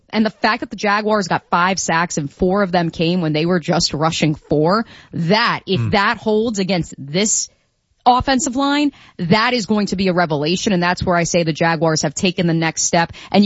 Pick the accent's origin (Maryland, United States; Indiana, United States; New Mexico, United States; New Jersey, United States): New Jersey, United States; No, I'm from New Jersey.